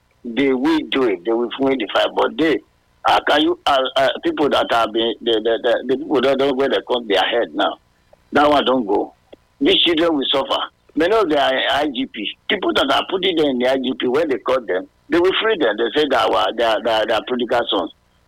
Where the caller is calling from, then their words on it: Benin City, Edo, Nigeria; From Benin.